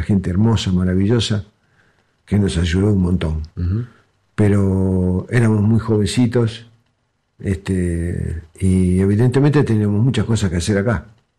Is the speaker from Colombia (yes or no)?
no; Argentina; also born or lived in Spain; yo soy muy argentino